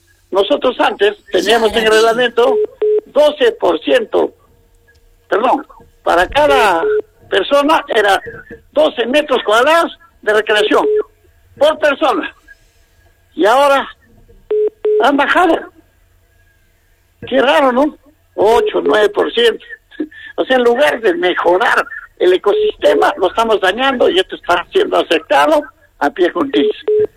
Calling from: Cerro Colorado, Arequipa, Peru; yo soy vecino de Cerro Colorado

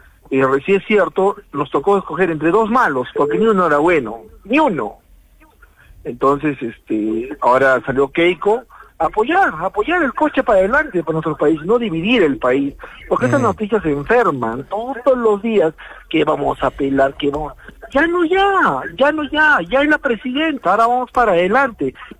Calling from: Peru; Los peruanos no somos como los venezolanos

